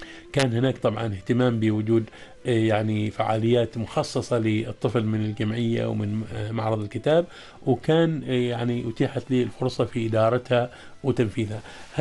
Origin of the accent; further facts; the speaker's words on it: Oman; نحن عندنا في عمان